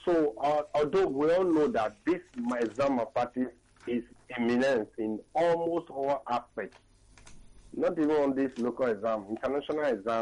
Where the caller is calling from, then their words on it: Ikeja, Lagos, Nigeria; I'm calling from Ikeja.